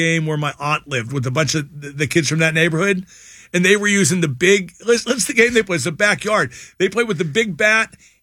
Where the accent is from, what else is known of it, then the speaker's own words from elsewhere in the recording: Pittsburgh, Pennsylvania, United States; accent: Pittsburgh; my Pittsburgh accent.